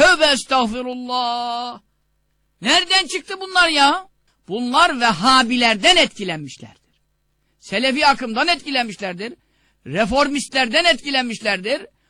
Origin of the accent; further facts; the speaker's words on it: Görele, Giresun, Turkey; Ama bak ben Karadenizliyim. Göreleliyim. Karadenizli kardeşlerimiz hassastır.